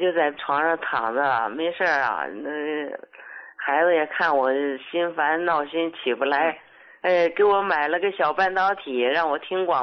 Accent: Northeast China, China; 哎，胡老师，我是东北的一个患者

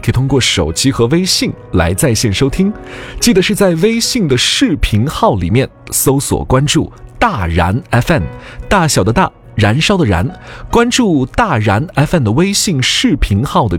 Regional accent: Guangdong, China; 因为我也是在广东长大的。

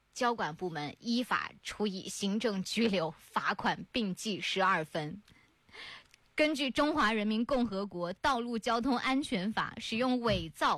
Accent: Hangzhou, Zhejiang, China; 有人讲我老家富阳的也能喝

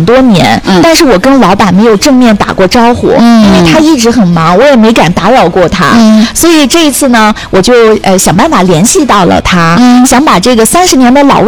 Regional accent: Ürümqi, Xinjiang, China; 因为我的童年是在安宁渠镇度过的，

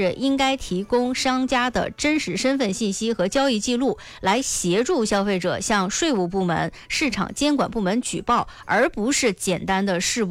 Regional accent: Northeast China, China; 用咱们东北话说

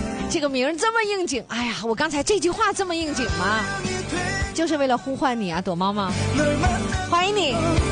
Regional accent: Northeast China, China; accent: Northeastern (Dongbei); 我这东北的口音是不是有点重啊，

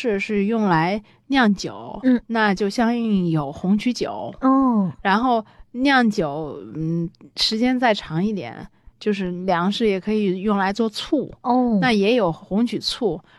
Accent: China; 作为咱们是中国人

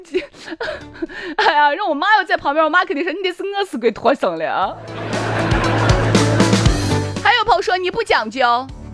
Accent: Shaanxi, China; 都说我们陕西人没事儿

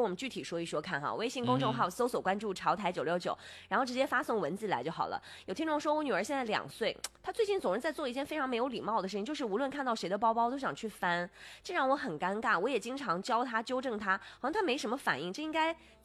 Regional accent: Inner Mongolia, China; 我们内蒙古人也不是个个会过肩摔。

